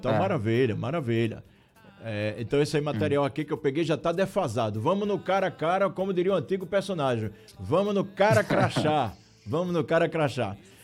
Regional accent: Brazil; Então, nós, enquanto brasileiros, de dois séculos para cá, aliás, de cinco séculos para cá, nós modificamos bastante.

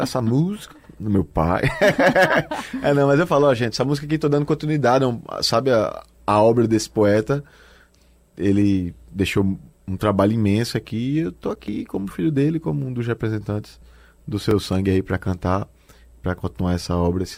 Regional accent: Paulista, Pernambuco, Brazil; born there; nasci em Paulista.

